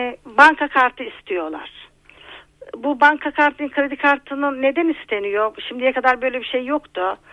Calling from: Istanbul, Turkey; İstanbul'dan arıyorum.

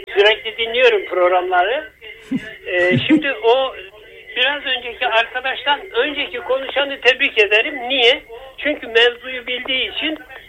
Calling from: Adapazarı, Sakarya, Turkey; Ben Adapazarı'ndan arıyorum.

